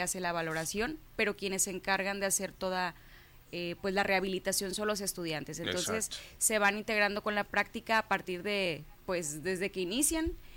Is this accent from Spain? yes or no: no; Mexico